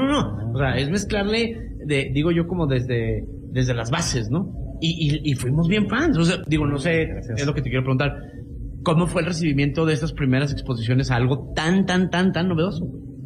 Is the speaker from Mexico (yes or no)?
yes; Chihuahua, Mexico; Y yo soy de Chihuahua, y la verdad es que los chihuahuenses fuimos de los pacientes cero